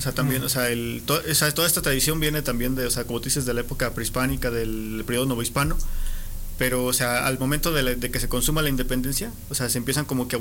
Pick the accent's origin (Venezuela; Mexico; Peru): Mexico; las que somos ciudadanos mexicanos